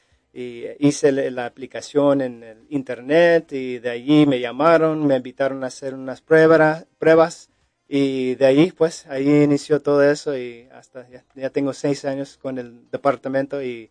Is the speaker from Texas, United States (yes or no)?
yes; Texas, United States; born there; moved away as an adult; also born or lived in Indio, California / Nicaragua; now in Oklahoma City, United States; Pues yo nací en California, en Indio, California, y estuvimos ahí por unos 10 años y después mi familia se fue, movieron a Texas, y de allí terminé la high school, la secundaria